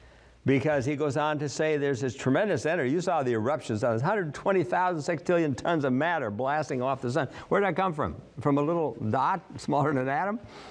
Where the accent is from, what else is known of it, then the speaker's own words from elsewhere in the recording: Minnesota, United States; I was raised in Minnesota, where we we're quite familiar with northern lights.